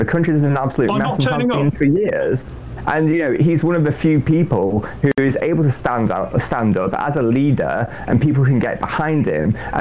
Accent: Yorkshire and the Humber, United Kingdom; now in London, United Kingdom; I think me and you, Bev, are both from up north, from Yorkshire, I believe.

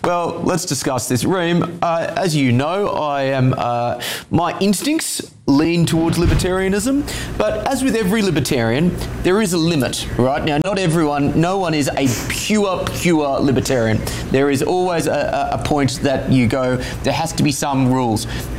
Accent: Australia; As an Australian, I am more than happy to make crass, vulgar jokes about the Japanese

